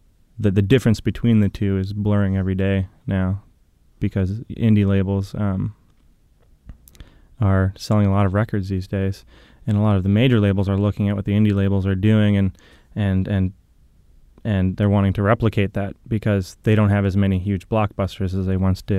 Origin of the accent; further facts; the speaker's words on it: Fargo, North Dakota, United States; But, Ben and I growing up, you know, in Fargo, just south of the Canadian border